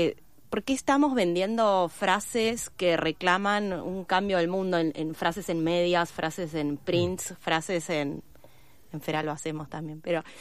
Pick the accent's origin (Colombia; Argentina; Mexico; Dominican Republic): Argentina; Comodoro Rivadavia, Chubut; moved away as an adult; Yo soy de Comodoro Rivadavia y tengo allá a mis viejos, a mi hermana, bueno, a mis abuelos en Río Negro, primos, todo.